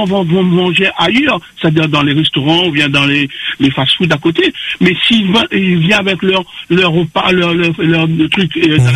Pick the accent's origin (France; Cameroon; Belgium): France; Saint-Denis; Nous, moi, je suis de Saint-Denis, moi. J'habite dans les environs, moi.